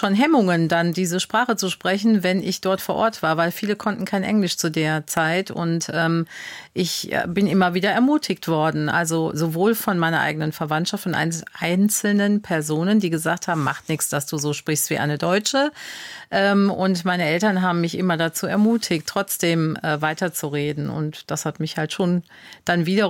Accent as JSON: {"language": "German", "country": "Germany", "tie": "born or raised there", "said": "Ich bin ja in Deutschland geboren, aufgewachsen."}